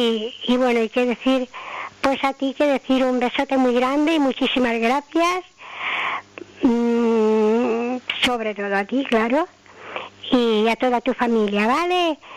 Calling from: Palma, Balearic Islands, Spain; also born or lived in Son Oliva; Hola, Manu. … de Son Oliva.

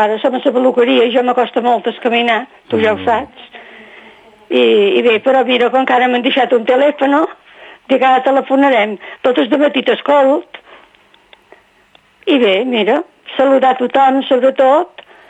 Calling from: Es Castell, Balearic Islands, Spain; Som els Castells.

